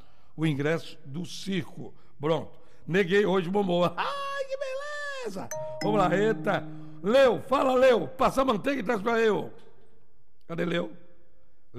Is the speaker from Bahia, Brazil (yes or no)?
yes; Acari, Bahia, Brazil; fomos criados na Curuca, no Pitu, no Acari, aí na Avenida Presidente Vargas.